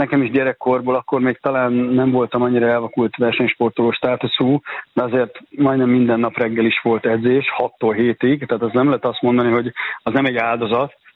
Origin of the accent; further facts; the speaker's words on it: Szeged, Csongrád-Csanád, Hungary; born there; jövő héten is jövök vissza Szegedre. Igaz, hogy a szülővárosom, tehát egy kicsit magamnak kedvezve szervezem a programokat.